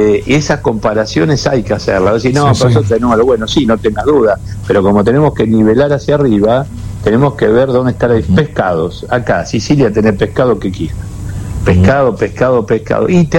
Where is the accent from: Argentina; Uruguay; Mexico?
Argentina